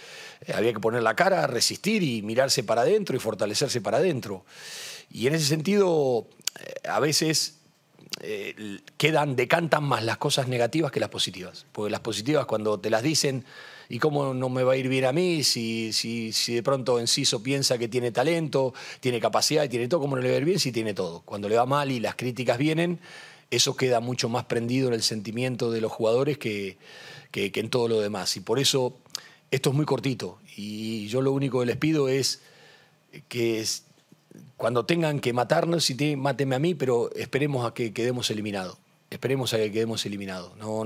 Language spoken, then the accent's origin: Spanish; Argentina